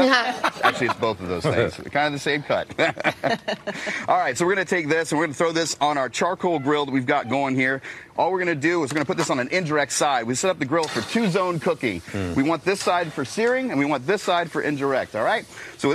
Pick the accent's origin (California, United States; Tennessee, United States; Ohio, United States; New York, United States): Ohio, United States; I'm from Ohio originally.